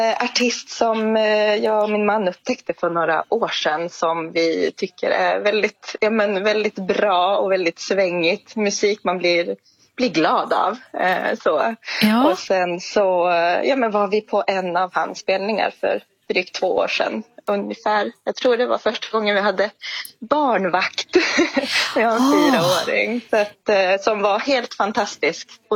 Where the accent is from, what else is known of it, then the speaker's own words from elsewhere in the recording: Skellefteå, Västerbotten County, Sweden; also born or lived in Stockholm / Malmö; now in Klagstorp, Sweden; Jag är född uppvuxen i Skellefteå.